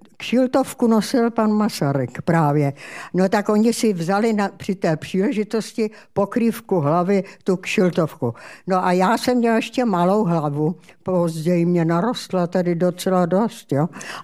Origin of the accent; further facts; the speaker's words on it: Plzeň, Plzeň Region, Czechia; jako dítě jsem se narodila v Plzni